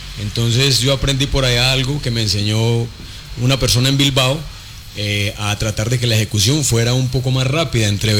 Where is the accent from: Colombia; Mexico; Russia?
Colombia; Como colombiano les digo que me gustaría que ganáramos 2-0.